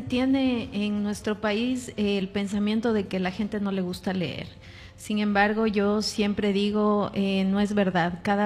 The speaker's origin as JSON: {"language": "Spanish", "town": "Quito", "region": "Pichincha", "country": "Ecuador", "tie": "born there", "moved": "as an adult", "lives_now": "Manta, Ecuador", "said": "yo soy de Quito, vivo aquí en Manta hace ya 14 años."}